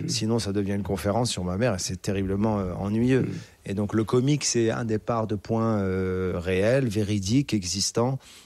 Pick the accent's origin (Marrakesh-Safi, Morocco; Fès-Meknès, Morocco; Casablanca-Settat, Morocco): Casablanca-Settat, Morocco; Casablanca; born there; Je suis né à Casa et ces passions sont nées à Casa.